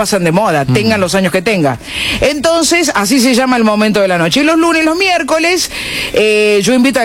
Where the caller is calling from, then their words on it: Córdoba, Argentina; de Parque República.